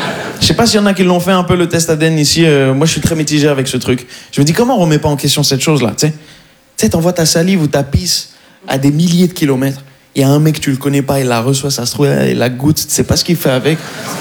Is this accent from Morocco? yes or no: yes; Morocco; je suis pas du tout d'ici à la base, moi. Je suis marocain.